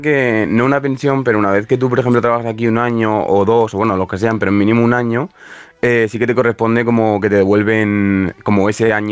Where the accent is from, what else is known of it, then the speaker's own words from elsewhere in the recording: Bigastro, Valencian Community, Spain; Sí, yo soy de Bigastro, no sé si lo conoceréis, es